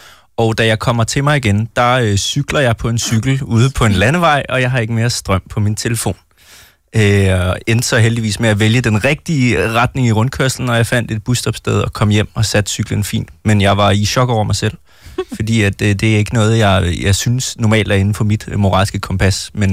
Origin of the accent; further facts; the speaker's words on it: Roskilde, Zealand, Denmark; Jeg er fra Roskilde. Det er et godt stykke væk.